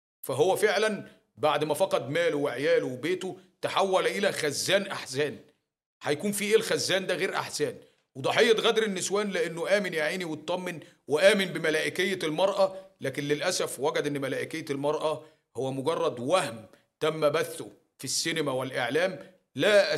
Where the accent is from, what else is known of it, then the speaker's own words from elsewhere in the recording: Egypt; انا مواطن مصري